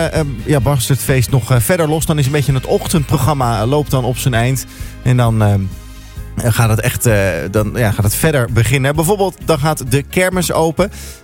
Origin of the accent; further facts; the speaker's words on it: Leiden, South Holland, Netherlands; Het is een totaal andere rol, maar ik ben een Leidenaar.